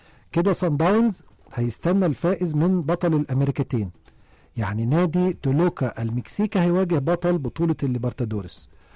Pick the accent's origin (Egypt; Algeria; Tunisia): Egypt; مش بعيد عننا كمصريين وكعشاق للكورة.